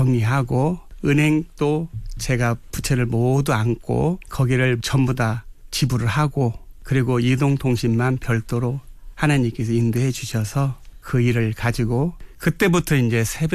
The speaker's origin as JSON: {"language": "Korean", "town": "Gimje", "region": "North Jeolla", "country": "South Korea", "tie": "born or raised there", "said": "전라북도 김제가 고향인데요."}